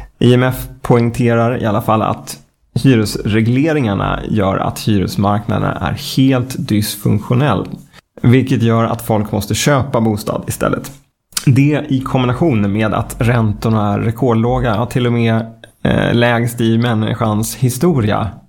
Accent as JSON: {"language": "Swedish", "town": "Stockholm", "region": "Stockholm County", "country": "Sweden", "tie": "born or raised there", "said": "Alltså Stockholm i all ära, jag är stockholmare och född och uppvuxen"}